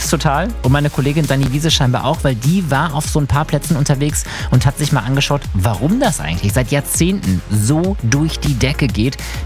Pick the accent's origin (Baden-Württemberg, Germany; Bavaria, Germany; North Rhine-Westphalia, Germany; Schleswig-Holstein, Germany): North Rhine-Westphalia, Germany; Dorsten; also born or lived in Schermbeck; Das war zumindest meine Jugend in Dorsten und Schermbeck, Grenze Münsterland-Ruhrpott. Wirklich kleines Kaff